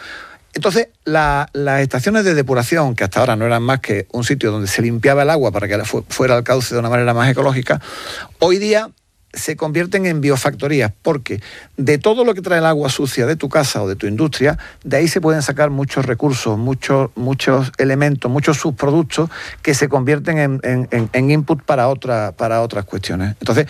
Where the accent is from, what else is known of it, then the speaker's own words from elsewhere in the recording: Spain; lo que sí hacemos bien los españoles es, cuando nos dan una nota de que hay que ahorrar agua y tal, hacerlo.